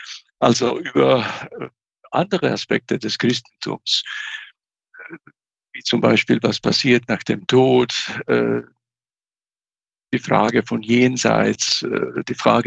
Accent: Croatia; moved away; Ich bin in Kroatien geboren und aufgewachsen in einer sehr netten, mittelgroßen Stadt an der Adriaküste.

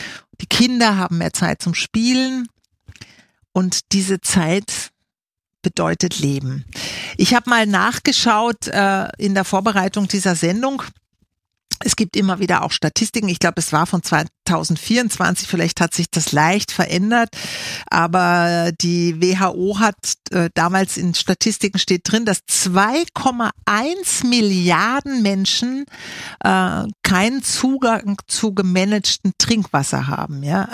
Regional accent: Austria; diese Dankbarkeit auch dafür, dass wir Wasser haben hier bei uns in Österreich

